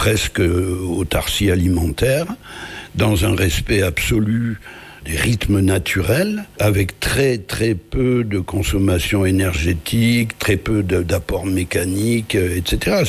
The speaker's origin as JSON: {"language": "French", "town": "Luxey", "region": "Nouvelle-Aquitaine", "country": "France", "tie": "born or raised there"}